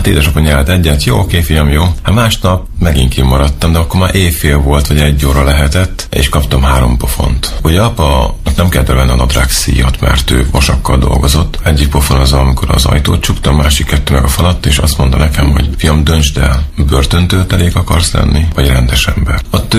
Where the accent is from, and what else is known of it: Szentes, Csongrád-Csanád, Hungary; born or raised there; now in Debrecen, Hungary